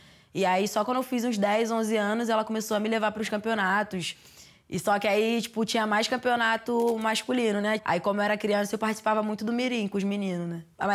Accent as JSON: {"language": "Portuguese", "region": "Rio de Janeiro", "country": "Brazil", "tie": "born or raised there", "said": "bairro que eu cresci, em Campo Grande, lá no Rio, tinha uns campeonatos lá, lá na praça que eu comecei a andar."}